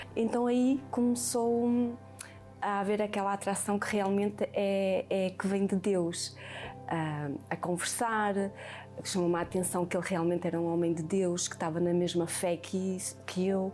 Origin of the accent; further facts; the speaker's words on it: Porto, Norte, Portugal; now in Almada, Portugal; Às vezes eu vinha cá à Almada, porque eu sou do Porto.